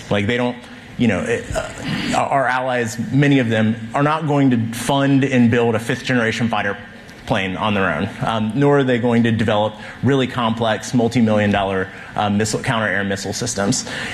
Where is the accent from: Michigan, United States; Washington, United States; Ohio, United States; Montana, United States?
Ohio, United States; I want to be clear. I'm from Ohio originally.